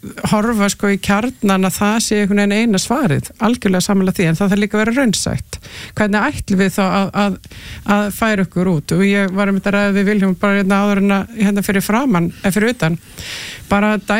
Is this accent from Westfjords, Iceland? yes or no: yes; Westfjords, Iceland; ég ólst upp á Vestfjörðum